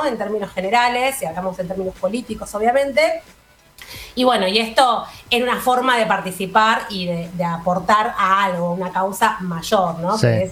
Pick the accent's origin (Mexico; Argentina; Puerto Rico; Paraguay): Argentina; Defendámonos, ¿no? Atrincherémonos como argentinos de que nos están atacando